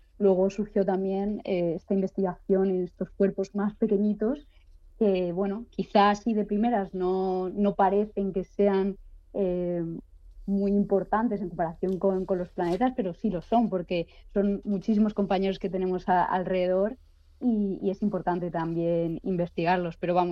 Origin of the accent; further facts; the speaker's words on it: Madrid, Community of Madrid, Spain; yo soy de Madrid